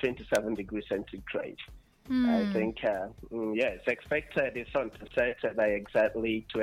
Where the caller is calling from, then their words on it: Borno, Nigeria; I'm calling in from Akeze Borno State.